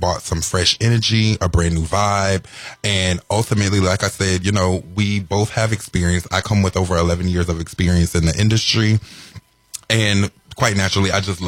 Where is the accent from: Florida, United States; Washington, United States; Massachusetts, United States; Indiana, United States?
Florida, United States; DeLand; now in Orlando, United States; So originally, I'm from DeLand, Florida. However, I am currently a resident of Orlando, Florida.